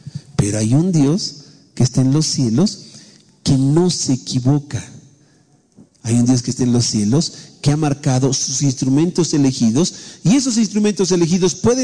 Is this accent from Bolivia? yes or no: yes; Bolivia; Es como nosotros, digamos, como cultura boliviana